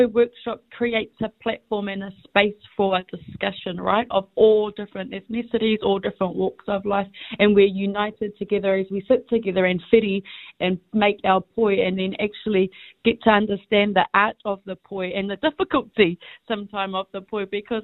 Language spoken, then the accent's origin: English; New Zealand; first language Māori; English is a second language; So I was fortunate, to be a native speaker, and te reo Māori was my first language.